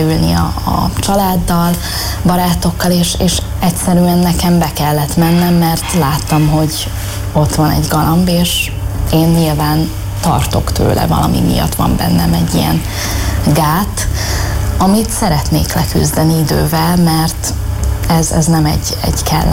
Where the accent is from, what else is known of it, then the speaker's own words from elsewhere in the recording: Netherlands; Hát valószínűleg egy rossz élmény idézte ezt elő, ami ugye gyermekkoromban nagyon sokáig Hollandiában éltünk. Édesapám ugye ott dolgozott 14 évig, és így ugye az egész család megkapta a holland állampolgárságot, és mi ugye a gyermekkorunk nagy részét ott töltöttük